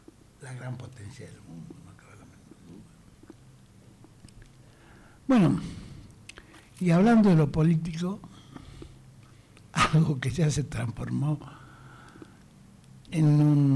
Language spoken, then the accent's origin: Spanish; Argentina; los argentinos somos argentinos.